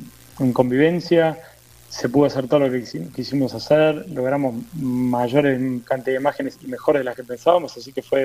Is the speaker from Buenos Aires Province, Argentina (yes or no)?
yes; Buenos Aires Province, Argentina; Somos de las afueras de Buenos Aires.